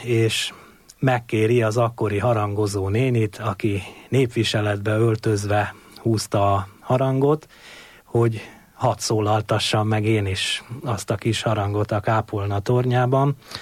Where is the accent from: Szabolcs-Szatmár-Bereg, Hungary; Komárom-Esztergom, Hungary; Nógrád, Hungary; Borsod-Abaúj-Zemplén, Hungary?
Komárom-Esztergom, Hungary; Vértesszőlős; A Komárom-Esztergom megyei vérteszőlős községből származom, oda születtem, jelenleg is ott lakom